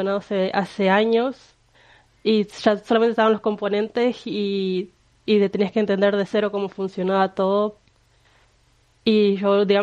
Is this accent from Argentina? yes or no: yes; Paraná, Entre Ríos, Argentina; Soy de Paraná y yo me recibí en la ENET 1 de técnica electrónica.